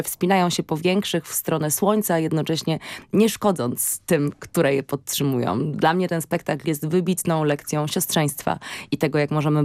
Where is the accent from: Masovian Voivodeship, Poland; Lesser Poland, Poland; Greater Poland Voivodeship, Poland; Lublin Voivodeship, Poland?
Greater Poland Voivodeship, Poland; Poznań; Jako poznanianka mogę powiedzieć, że nieraz marzyłam, żeby to piękne miasto znalazło się w kamerze